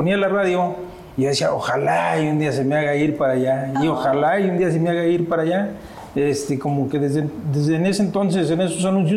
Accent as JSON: {"language": "Spanish", "town": "Miquihuana", "region": "Tamaulipas", "country": "Mexico", "tie": "born or raised there", "moved": "yes", "said": "Yo soy originario del municipio de Miquihuana, estado de Tamaulipas."}